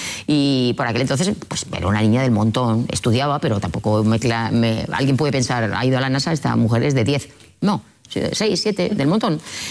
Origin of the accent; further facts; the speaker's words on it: Spain; le digo que soy de aquí, de España, que si me pueden dar acceso